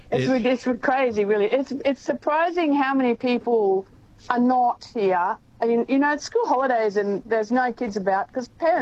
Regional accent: Kingaroy, Queensland, Australia; Kingaroy.

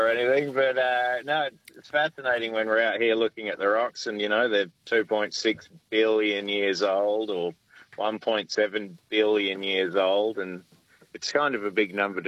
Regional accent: Perth, Western Australia, Australia; I'm from Perth originally.

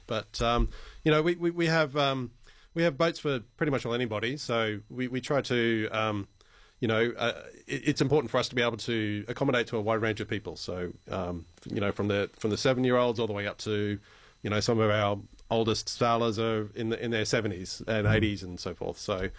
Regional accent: Gladstone, Queensland, Australia; also born or lived in South Australia; Well, so I actually grew up in Gladstone. So I was born in South Australia, but that's don't hold that against me. But so I grew up in Gladstone.

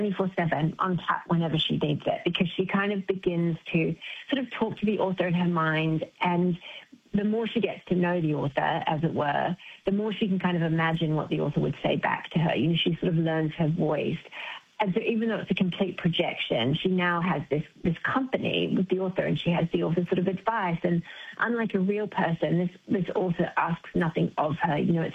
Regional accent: Palmerston North, Manawatū-Whanganui, New Zealand; also born or lived in Foxton; Oh, Palmerston North and Foxton, so down the road from you.

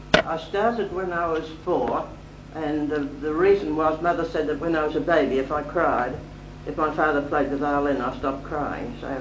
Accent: Castlemaine, Victoria, Australia; I was born in Castlemaine.

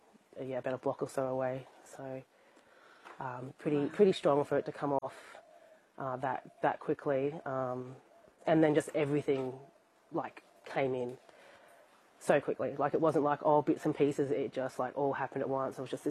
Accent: Alice Springs, Northern Territory, Australia; I was born in Alice Springs and I've always lived here.

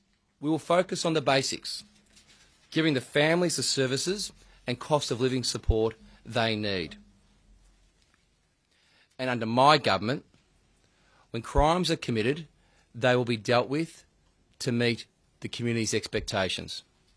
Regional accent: Airport West, Victoria, Australia; My first job was at Kmart down the road from where I lived, where I grew up in Airport West.

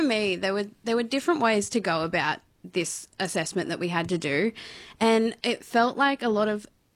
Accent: Goulburn, New South Wales, Australia; but I'm from Goulburn

